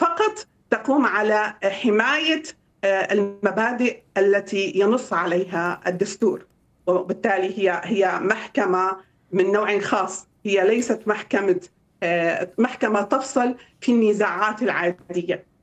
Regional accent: Syria; نحن كسوريين وقانونيين وقضاة ومحامين

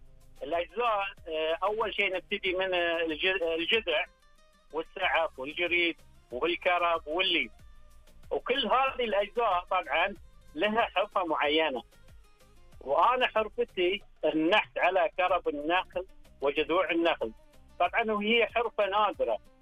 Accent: Al-Ahsa, Eastern Province, Saudi Arabia; انا من الاحساء

